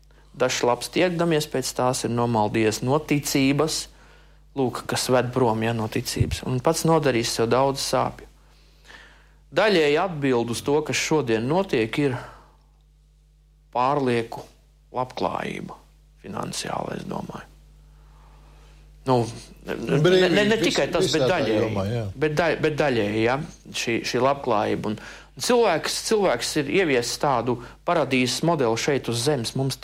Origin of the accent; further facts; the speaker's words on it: Ainaži, Vidzeme, Latvia; Ainežos, es esmu no Ainežiem.